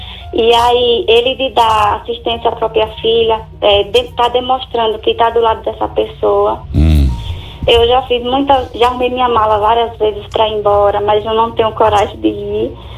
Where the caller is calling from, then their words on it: Sergipe, Brazil; Eu falo de Sergipe.